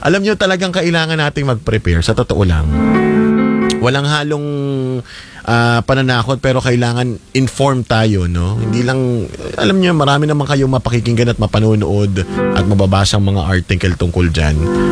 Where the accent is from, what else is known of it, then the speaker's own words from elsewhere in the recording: Quezon, Calabarzon, Philippines; now in Manila, Philippines; dati sa amin sa Quezon